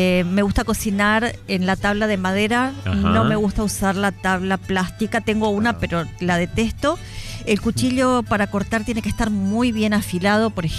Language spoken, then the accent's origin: Spanish; Buenos Aires, Argentina; me acuerdo el número de mi casa de la infancia, en Buenos Aires, la dirección.